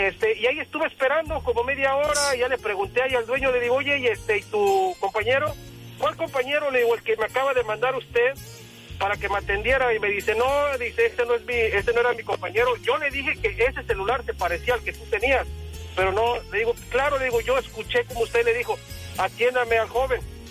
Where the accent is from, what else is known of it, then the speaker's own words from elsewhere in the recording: Puebla, Mexico; now in Mexico City, Mexico; yo iba llegando a la Ciudad de México, yo soy de Puebla.